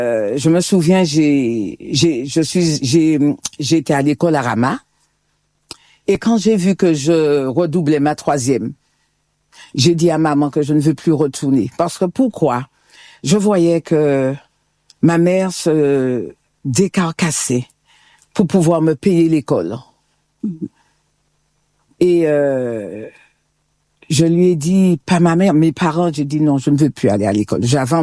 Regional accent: Le Diamant, Martinique; je suis issue du Diamant et j'aime à dire, je fais partie de cette belle commune du Diamant, dans le rocher du Diamant.

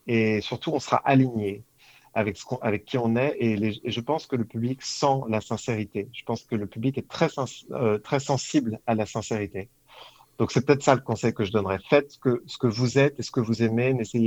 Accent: Paris, Île-de-France, France; parce que je suis parisien

